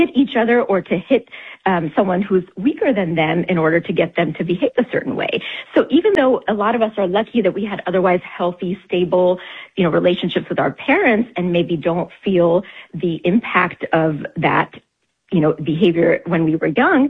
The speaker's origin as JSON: {"language": "English", "region": "Tennessee", "country": "United States", "tie": "born or raised there", "said": "You know, I remember growing up in Tennessee in my elementary school. At school, you could get spanked as a punishment."}